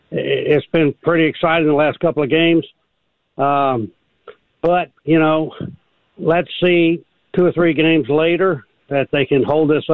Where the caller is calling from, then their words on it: Lilburn, Georgia, United States; I've been here since the Falcons showed up here in Atlanta.